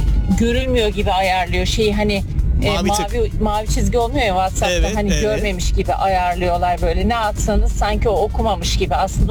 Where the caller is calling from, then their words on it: Izmir, İzmir, Turkey; Ben şu anda yoldayım. İzmir'den arıyorum.